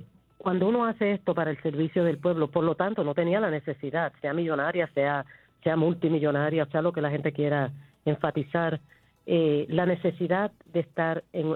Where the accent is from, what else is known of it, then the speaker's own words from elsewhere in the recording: Puerto Rico; como hispanos, como puertorriqueños